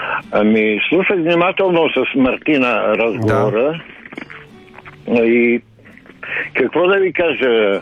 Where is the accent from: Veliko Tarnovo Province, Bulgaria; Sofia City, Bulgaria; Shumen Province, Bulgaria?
Sofia City, Bulgaria; Sofia; born there; Аз просто съм роден, аз съм роден на Иван Вазов, зад физкултурната палата